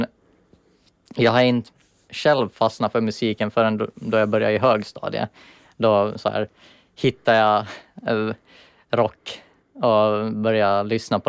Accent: Åland, Åland Islands; also born or lived in Västanfjärd, Kimitoön, Finland; now in Jakobstad, Finland; Jag är född på fastlandet faktiskt. Södra Finland på Kimitoön i Västanfjärd. Jag tror det var då jag var 5 år, så flyttade vi hit och så har jag bott här sedan dess. I princip, så största delen av livet har jag bott här.

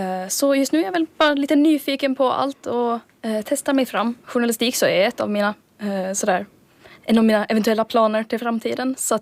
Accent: Jomala, Åland, Finland; moved away as an adult; now in Turku, Finland; och jag är född och uppväxten på Åland i Jomala.

